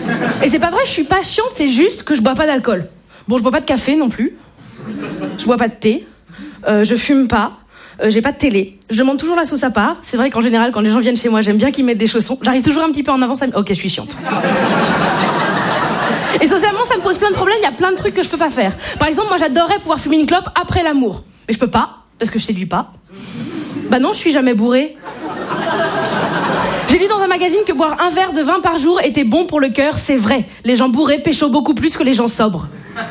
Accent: Brittany, France; je suis bretonne et je ne bois pas d'alcool

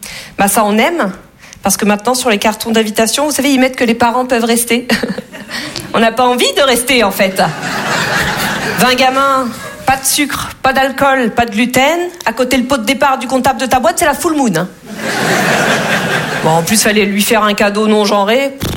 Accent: Russia; Oh, j'ai dit, bon, non, moi, je suis russe, ça me dérange pas.

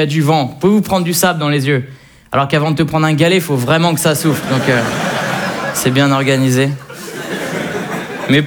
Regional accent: Le Havre, Normandy, France

